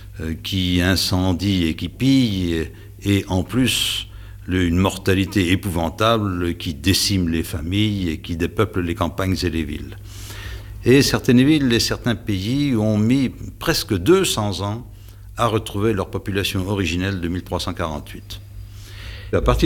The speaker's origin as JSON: {"language": "French", "country": "France", "said": "Puisque les hommes ont chez nous en France une espérance de vie de 70 ans et les femmes de 76 ou 78"}